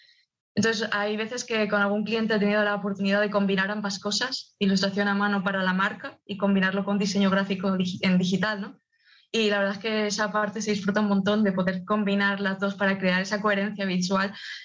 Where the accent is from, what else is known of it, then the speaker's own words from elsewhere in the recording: Spain; moved away as an adult; now in Scotland, United Kingdom; yo soy de España y me he mudado aquí